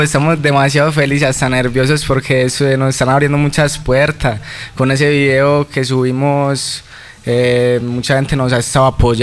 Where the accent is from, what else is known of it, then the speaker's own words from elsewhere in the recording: Colombia; He sido aquí de Fronia toda la vida.